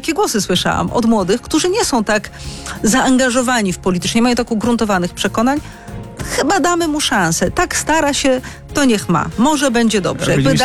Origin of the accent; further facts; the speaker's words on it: Kraków, Lesser Poland, Poland; z Krakowa.